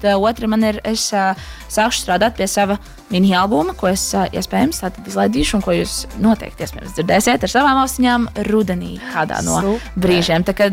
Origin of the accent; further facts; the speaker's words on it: Liepāja, Courland, Latvia; kā nekā es esmu Liepājniece, līdz ar to man ir jāpiespiež sevi pie tā, kad jūra ir mana jūra